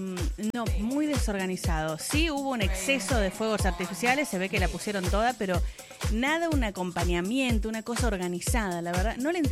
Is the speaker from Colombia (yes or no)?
no; Argentina; Primero, como argentina